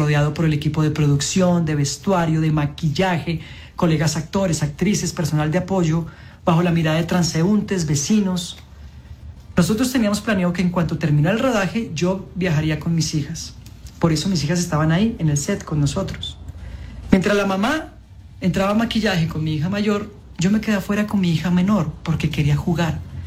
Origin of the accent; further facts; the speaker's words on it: Colombia; Soy actor colombiano.